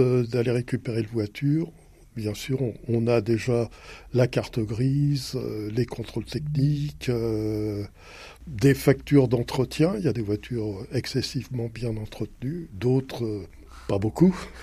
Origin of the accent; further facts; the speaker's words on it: Paris, Île-de-France, France; je suis parisien d'origine